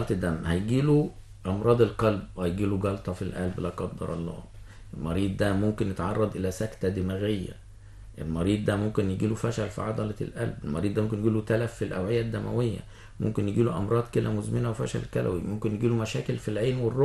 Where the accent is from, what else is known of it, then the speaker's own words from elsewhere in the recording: Egypt; احنا زمان كانت الصورة عندنا في مصر مختلفة عن بره